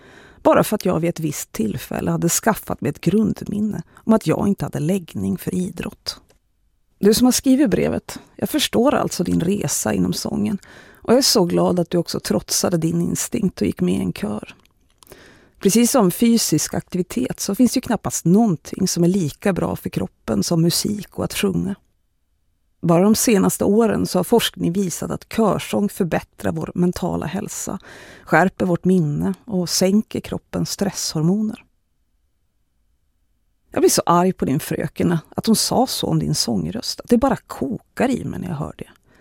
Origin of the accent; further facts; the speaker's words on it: Jämtland County, Sweden; Ja, det här blev ju också värre av att jag växte upp i Jämtland där utomhusidrott och att röra på sig överlag är människors allra vanligaste och viktigaste hobby.